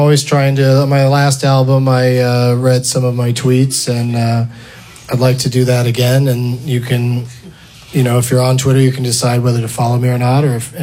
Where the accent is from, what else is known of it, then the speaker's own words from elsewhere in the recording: San Diego, California, United States; So I'm from San Diego, California, and I hate going down there because I hate hanging out with my loser friends.